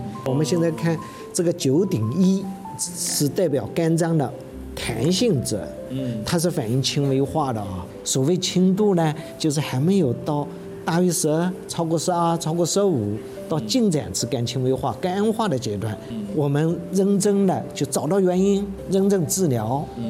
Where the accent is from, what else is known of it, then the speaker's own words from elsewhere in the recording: Shanghai, China; 我们中国人、上海人